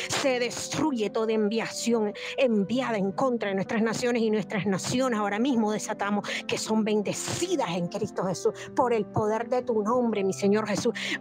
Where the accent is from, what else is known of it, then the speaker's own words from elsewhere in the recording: Nicaragua; Les saludo desde mi tierra, Nicaragua